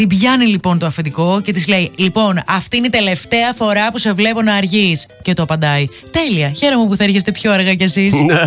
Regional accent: Thessaly, Greece; είμαι και από τη Θεσσαλία.

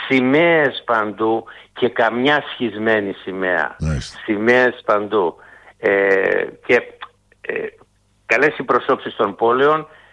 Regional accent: Tholopotami, North Aegean, Greece; Είμαι στην πατρίδα μου Λυχείο, στο χωριό μου Θολό Ποτάμι, που είναι στους πρόποδες του προφήτη Ηλία, και αγναντεύομαι απέναντι Καρσί που λέμε, Τσεσμέ, και στο βάθος στη Σμύρνη.

